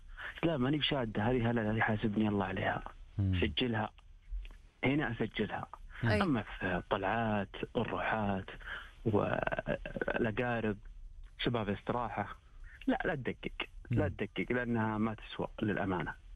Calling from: Riyadh, Riyadh Province, Saudi Arabia; من الرياض.

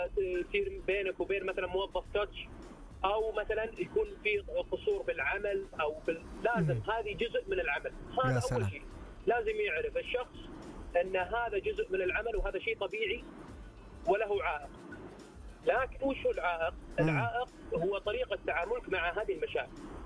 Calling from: Riyadh, Riyadh Province, Saudi Arabia; من الرياض.

